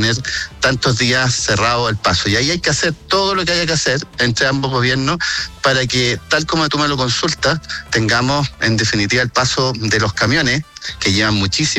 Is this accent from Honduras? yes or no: no; Los Andes, Valparaíso, Chile; born there; los que nacimos acá en Los Andes